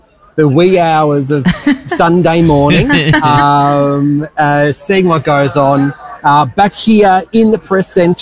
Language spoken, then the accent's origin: English; Australia; as an Australian